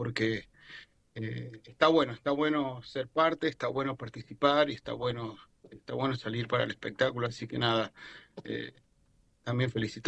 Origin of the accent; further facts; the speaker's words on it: Mendoza, Argentina; yo soy de Mendoza, ¿no?